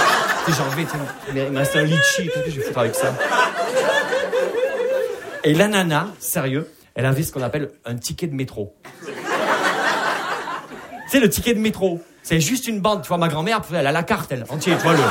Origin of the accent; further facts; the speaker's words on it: Perpignan, Occitanie, France; Vous l'entendez à mon accent, je viens pas de Paris. Je viens de Perpignan.